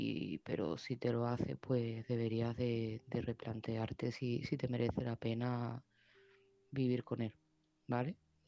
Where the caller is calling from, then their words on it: Seville, Andalusia, Spain; de Sevilla y este mensaje va para Maite.